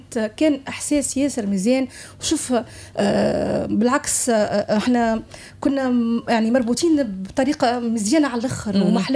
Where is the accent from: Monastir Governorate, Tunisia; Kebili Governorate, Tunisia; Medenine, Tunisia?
Medenine, Tunisia; Djerba; مدرسة صدغيان حومتي في جربة،